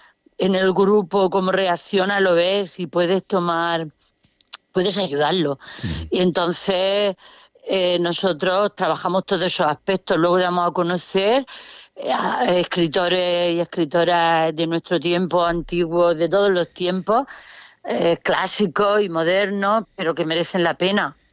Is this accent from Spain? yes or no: yes; Region of Murcia, Spain; accent: Murcian; que se entienda nuestro acento sin renunciar a él. Pero el acento murciano a veces es fuerte y difícil de entender.